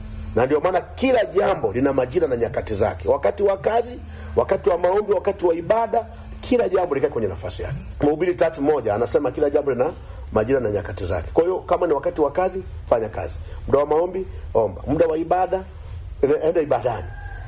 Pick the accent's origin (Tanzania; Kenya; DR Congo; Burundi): Tanzania; sisi ni Watanzania, na Tanzania yetu ndio Mungu ametupatia.